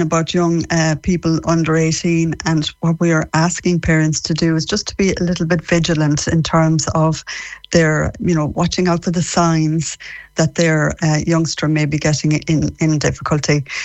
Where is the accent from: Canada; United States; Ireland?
Ireland; Mayo, Connacht; moved away; I'm a Mayo woman myself.